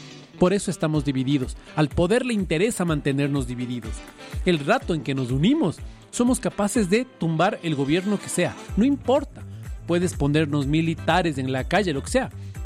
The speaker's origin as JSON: {"language": "Spanish", "country": "Ecuador", "tie": "born there", "said": "Yo no elegí ser ecuatoriano, yo nací aquí, en este territorio."}